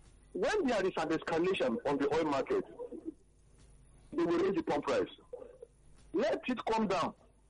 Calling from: Lagos, Nigeria; Yes, I'm calling from Ipaja here.

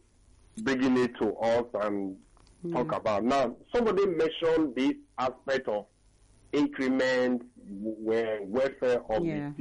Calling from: Ikeja, Lagos, Nigeria; I'm calling from Ikeja.

